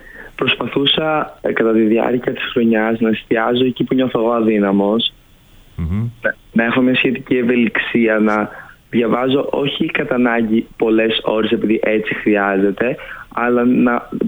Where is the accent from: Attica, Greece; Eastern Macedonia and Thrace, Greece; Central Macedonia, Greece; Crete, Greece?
Central Macedonia, Greece; Thessaloniki; Είμαι από τη Θεσσαλονίκη.